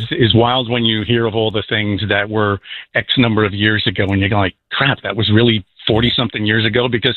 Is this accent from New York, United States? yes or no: yes; Pleasantville, New York, United States; moved away as an adult; also born or lived in Bronx, New York / Connecticut; I spent 2 years in the Bronx, then moved up to Westchester County to a couple of little suburbs around just north of White Plains called Pleasantville, where I went to high school.